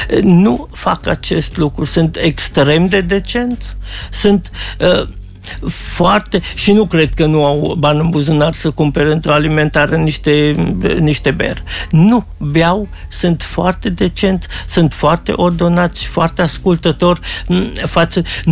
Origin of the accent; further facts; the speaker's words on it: Cenad, Timiș County, Romania; Pe vremea mea, în copilărie mea, la Cenad